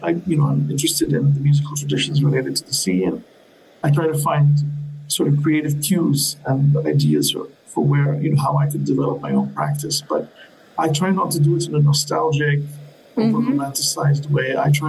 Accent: Bahrain; I come from Bahrain. Sort of the version of Bahrain that I grew up with in the early 80s was one where there were no skyscrapers like we have now. Every morning driving to and from school, the only thing I'll see is just endless shoreline.

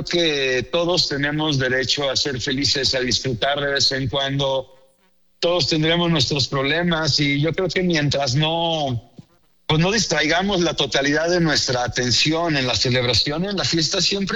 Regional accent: Mexico; no me daban ganas de presumir que era mexicano. Y como dije en el video, tenía tiempo olvidando lo que somos los mexicanos realmente.

